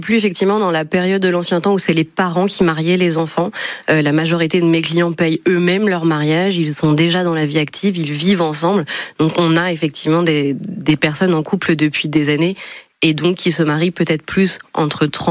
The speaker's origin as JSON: {"language": "French", "country": "France"}